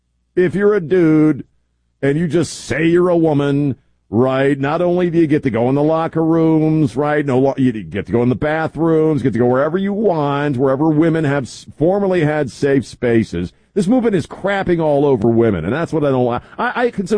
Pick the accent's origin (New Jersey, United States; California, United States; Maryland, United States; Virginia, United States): Maryland, United States; Baltimore; I like watching baseball, you know, but that's mostly because I grew up around the Baltimore Orioles and my family was all into baseball.